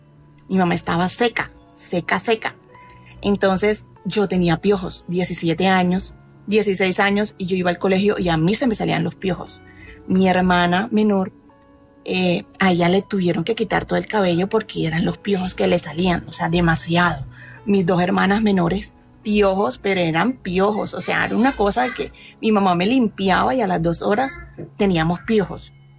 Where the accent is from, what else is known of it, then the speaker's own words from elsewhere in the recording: Barranquilla, Atlántico, Colombia; yo desde pequeña, yo soy de Barranquilla.